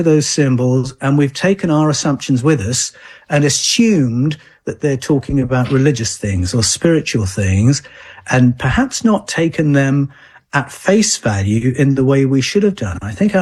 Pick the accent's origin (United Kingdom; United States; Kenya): United Kingdom; born or raised there